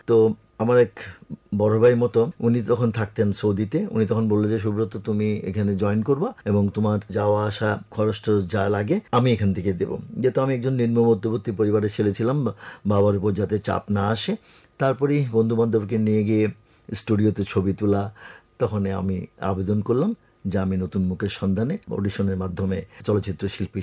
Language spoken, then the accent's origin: Bangla; Chittagong, Chittagong Division, Bangladesh; moved away as an adult; also born or lived in Lakshmipur; now in Dhaka, Bangladesh; যদিও আমার দেশের বাড়ি লক্ষ্মীপুর, কিন্তু আমার জন্মস্থান হয়ে গেছে চট্টগ্রাম। যেহেতু বাবার চাকরি করার সুবাদে চিটাং থাকাতে আমার জন্মস্থান চিটাং হয়েছে 1958 সনের 31 ডিসেম্বর। সেই চিটাংয়ে বেড়ে ওঠা, সেই চিটাং থেকেই আমার লেখাপড়া সবকিছু শুরু।